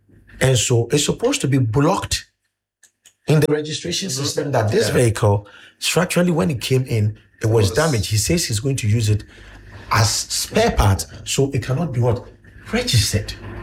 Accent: Ghana; as a Ghanaian citizen

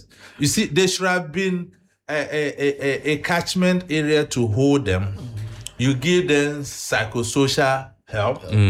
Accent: Ghana; as a Ghanaian, I'm concerned.

